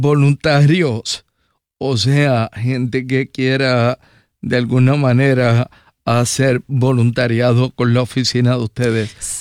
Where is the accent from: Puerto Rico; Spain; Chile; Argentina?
Puerto Rico; De Country Club soy yo, mija.